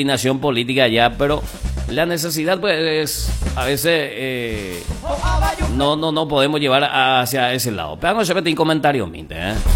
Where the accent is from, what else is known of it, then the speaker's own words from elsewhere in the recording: Paraguay; como paraguayos, nos abrazamos todos